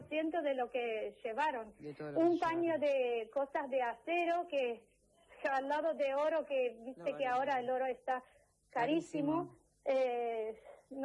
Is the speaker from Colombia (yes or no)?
no; Armenia; now in Argentina; Yo soy armenia.